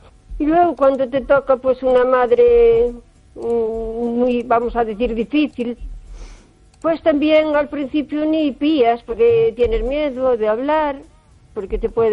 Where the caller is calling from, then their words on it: O Carballiño, Galicia, Spain; Hola, Esther. Buenas noches. … de Carballiño.